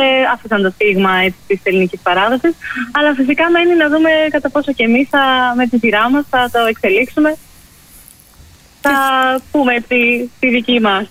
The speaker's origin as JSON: {"language": "Greek", "town": "Thessaloniki", "region": "Central Macedonia", "country": "Greece", "tie": "born or raised there", "said": "Εγώ γεννήθηκα μεγάλο στη Θεσσαλονίκη, mm-hmm. αλλά οι ρίζες μου από τον πατέρα μου είναι από τη Χαλκιδική, από την Γαλάκτα Χαλκιδικής. Mm-hmm. Και από τη μητέρα μου είμαι από την Ανατολική Θράκη, από εκεί κάτι χωριά. Mm-hmm. Οι παππούδες ήρθανε μπροστά εδώ."}